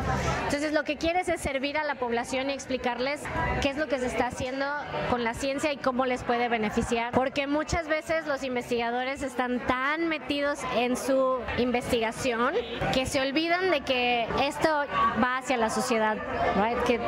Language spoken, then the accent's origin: Spanish; Mexico; soy de México.